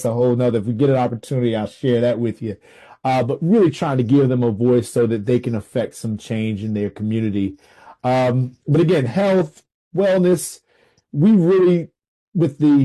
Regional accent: Washington, District of Columbia, United States; I'm from Washington, D.C.

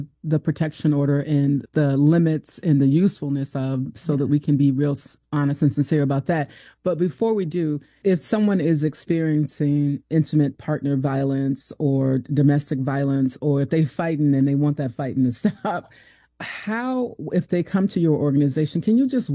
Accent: the South, United States; I grew up in the South.

